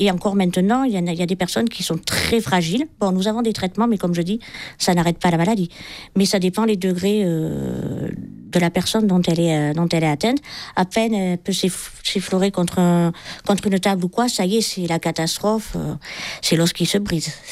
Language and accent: French; L'Escarène, Provence-Alpes-Côte d'Azur, France; c'est comme ça que j'ai rencontré Jade pour notre première journée à l'Escarène, puisque je suis de l'Escarène.